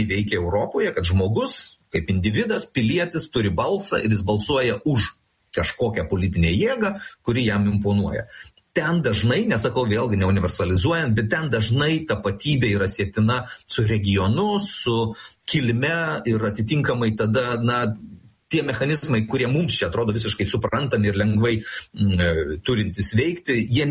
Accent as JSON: {"language": "Lithuanian", "town": "Pakruojis", "region": "Šiauliai County", "country": "Lithuania", "said": "Ar iš kur aš kilęs, aš iš Pakruojo"}